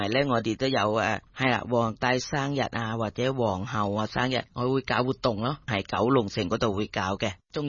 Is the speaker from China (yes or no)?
no; Thailand; Cantonese is a second language; now in Hong Kong; 咁我哋系泰国人啦，但系我哋系香港得几耐下啦。